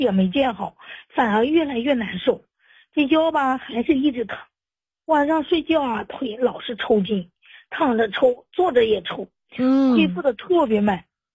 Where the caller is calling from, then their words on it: Henan, China; 是这样的，老师，我是河南的，今年65了。